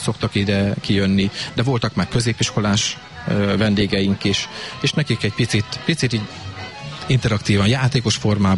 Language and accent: Hungarian; Kisújszállás, Jász-Nagykun-Szolnok, Hungary; Igazából, hát kisgyerekkorban én kisúszáson nőttem fel, tehát én itt boldogházban szokták mondani, hogy gyütment vagyok, már 16 éve itt élek.